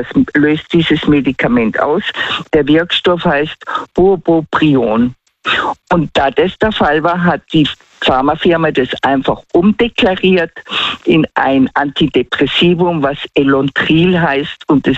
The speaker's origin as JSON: {"language": "German", "region": "Tyrol", "country": "Austria", "accent": "Tyrolean"}